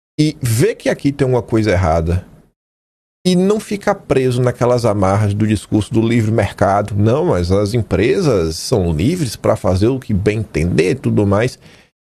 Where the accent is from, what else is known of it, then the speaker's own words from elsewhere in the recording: Bahia, Brazil; Como baiano, fico vendo assim os vídeos daquelas páginas da Bahia